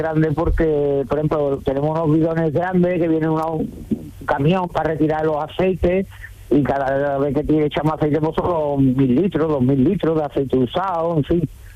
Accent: Montequinto, Andalusia, Spain; Yo soy de toda la vida de Dios, de Montequinto.

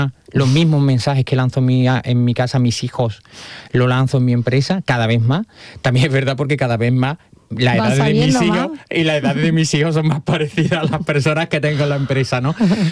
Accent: Huelva, Andalusia, Spain; yo he hecho un recorrido personal, profesional, que yo salí de Huelva siendo pedraza, uh-huh. y ahora estoy volviendo a hacerlo.

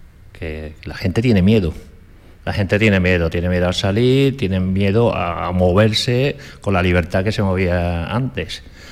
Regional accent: Ceuta, Spain; Aquí nosotros pensamos en andaluz, vivimos en andaluz y sentimos en andaluz.

